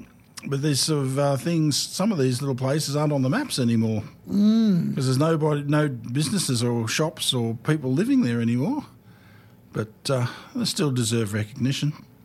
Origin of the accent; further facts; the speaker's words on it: Bendigo, Victoria, Australia; And I can say I'm from Bendigo, but I've also got a great-great-grandfather that fought at Eureka.